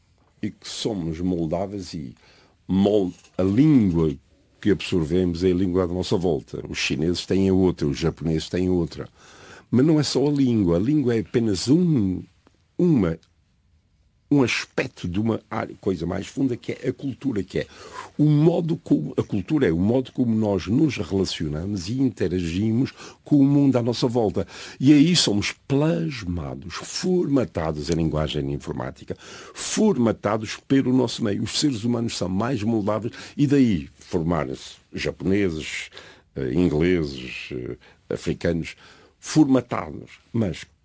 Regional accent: Azores, Portugal; moved away as an adult; now in United States; Dos Açores vim para aqui, fui para os Estados Unidos. Eu sou da minha terra, sou de São Miguel, sou português, sou na amiga.

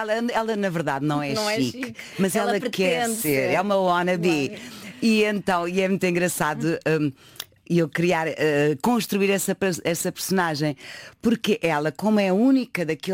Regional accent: Lisbon, Portugal; eu nasci e cresci nos Olivais.

